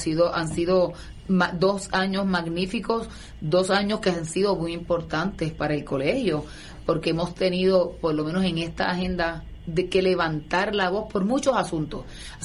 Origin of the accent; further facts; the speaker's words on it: Salinas, Puerto Rico; also born or lived in Ponce / Santa Isabel; yo soy del área sur, yo soy caribeña pura, porque soy del área sur. Aunque nací en Ponce, mis primeros años fueron en el barrio Jauca de Santa Isabel, porque toda mi familia es del barrio Jauca de Santa Isabel. Y luego nos mudamos al lado, un poquito más al lado, que es Salinas, y ahí me crié básicamente desde los 4 años